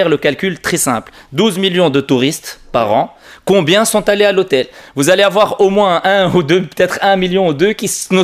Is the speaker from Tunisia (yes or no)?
yes; Tunisia; on est Tunisien, on vit en Tunisie mais on sort pas du quartier